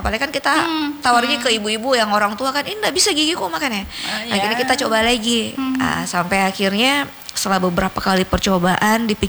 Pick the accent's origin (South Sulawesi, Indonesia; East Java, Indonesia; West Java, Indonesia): South Sulawesi, Indonesia; Iya, saya Bugis.